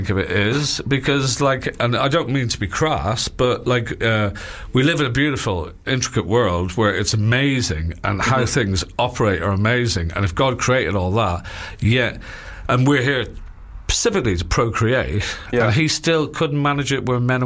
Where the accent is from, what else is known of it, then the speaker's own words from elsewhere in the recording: London, United Kingdom; born there; You know, like, even though I was born in London, I'm so proud to be Irish.